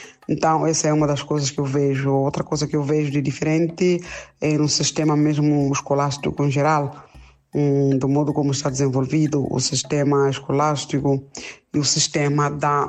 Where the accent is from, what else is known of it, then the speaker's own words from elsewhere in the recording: Mozambique; moved away as an adult; E em tudo isso, saí de Moçambique, graças a Deus, que eu já tinha 12ª e trouxe meus documentos já traduzidos.